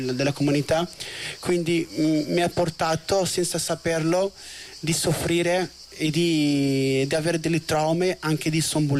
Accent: Morocco; moved away as an adult; now in Italy; io sono nato e cresciuto in Marocco

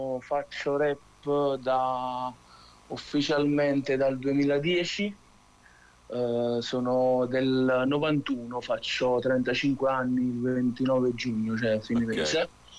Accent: Cervinara, Campania, Italy; Io vengo da Cervinara, provincia di Avellino, e è un paese dove l'hip hop praticamente non esisteva

